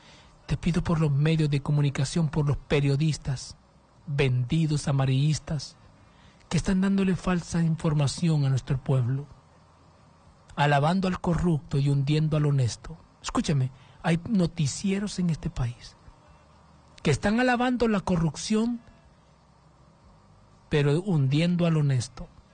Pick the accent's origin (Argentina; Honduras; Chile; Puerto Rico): Honduras; Mi pueblo hondureño está siendo asesinado